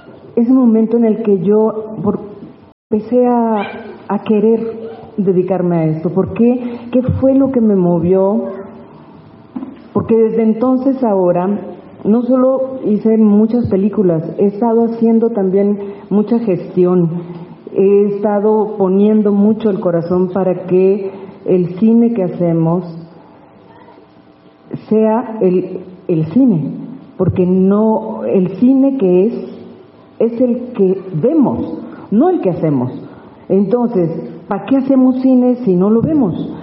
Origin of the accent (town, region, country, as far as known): La Paz, Baja California Sur, Mexico